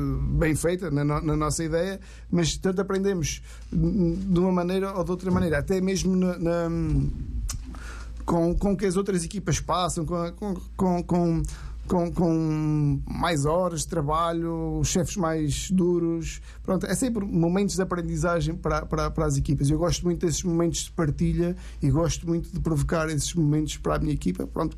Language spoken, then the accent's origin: Portuguese; Norte, Portugal; muito de cozinha de Trás-os-Montes, que é de onde eu sou natural.